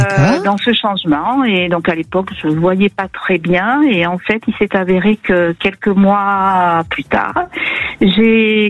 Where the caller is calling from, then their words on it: Occitanie, France; Alors, je vous appelle de Haute-Garonne.